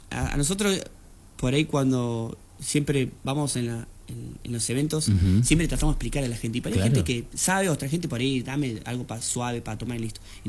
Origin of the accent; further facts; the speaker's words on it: Junín de los Andes, Neuquén, Argentina; Y sí, somos re de Junín.